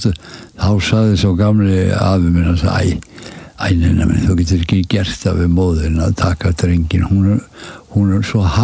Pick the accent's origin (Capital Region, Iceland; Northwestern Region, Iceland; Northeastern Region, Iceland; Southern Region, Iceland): Northeastern Region, Iceland; born there; þá gerist það nú á bóndabæ fyrir norðan Melrakkasléttu fættist þar